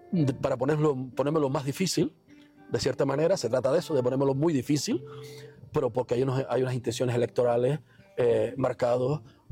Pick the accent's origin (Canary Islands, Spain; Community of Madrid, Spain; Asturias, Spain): Canary Islands, Spain; Betancuria; yo soy de aquí de Betancuria, como tú bien dices, en esta plaza, en esta no, porque es nueva, pero en la antigua, desde pequeñito me he caído, me he roto las rodillas y para mí ser alcalde de mi pueblo es el mayor orgullo que he tenido siempre.